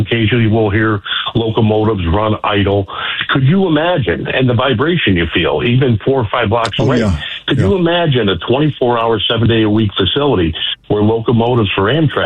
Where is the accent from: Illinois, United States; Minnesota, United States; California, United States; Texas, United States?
Illinois, United States; Chicago; I'm 57 years old, born and raised in Bridgeport. My wife's a Northsider. I kind of coerced her to stay down in Bridgeport.